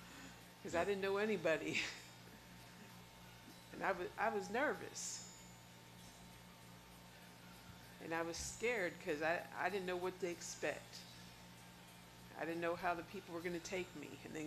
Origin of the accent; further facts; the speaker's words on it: East Coast, United States; moved away as an adult; where I grew up on the East Coast